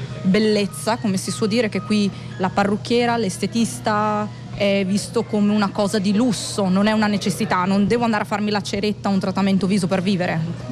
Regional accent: Veneto, Italy; also born or lived in Maryland, United States; Poi io sono vicentina, nata vicino a Venezia, nata sempre a Sottomarina, Jesolo, il mare, la mia vita. L'essere italiana posso dire che mi ha portato molto fortuna

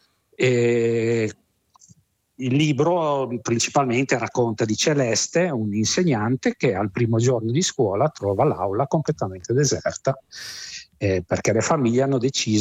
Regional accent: Liguria, Italy; Io vengo dalla Liguria

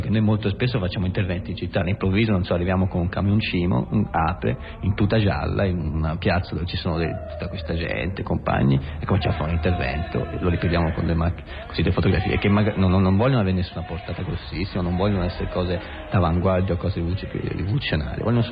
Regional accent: Tuscany, Italy; Noi in tutti i giorni ci facciamo degli scherzi atroci, forse proprio perché siamo toscani un po' questa caratteristica

